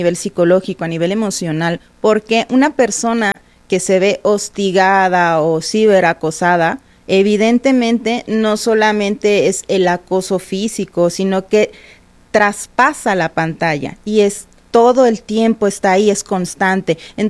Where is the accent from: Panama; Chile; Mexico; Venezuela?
Mexico; Decimos en México, por si las moscas